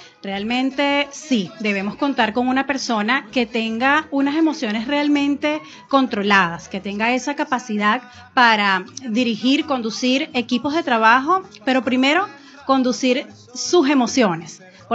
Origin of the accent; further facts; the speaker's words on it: Venezuela; no solo como venezolanos, sino como mundo debemos darnos cuenta que somos efímeros en tiempo y espacio